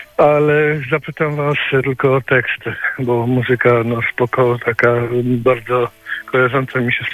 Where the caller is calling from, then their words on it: Gniezno, Greater Poland Voivodeship, Poland